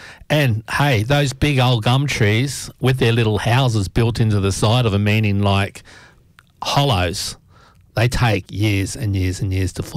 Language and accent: English; Queensland, Australia; moved away as an adult; now in Adelaide, Australia; I'm a Queenslander, I'm a Murray, so I'm not from here.